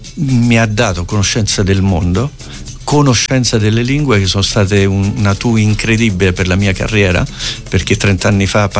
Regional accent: Basilicata, Italy; Io sono un lucano.

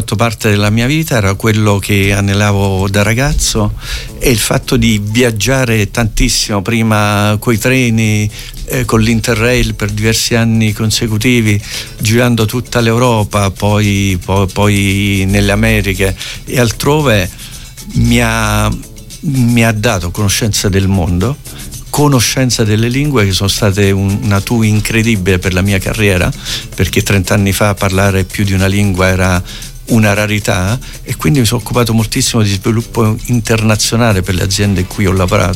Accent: Basilicata, Italy; Io sono un lucano.

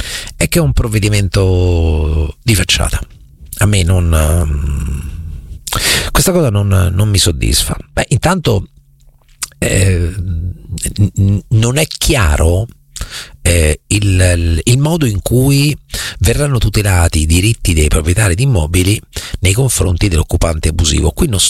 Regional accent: Marche, Italy; Dalle mie parti si dice: se vuoi ladri vai a Loreto, se vuoi malfidati vai a Recanati.

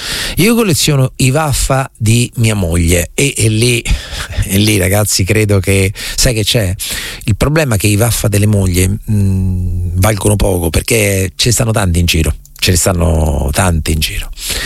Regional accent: Recanati, Marche, Italy; born there

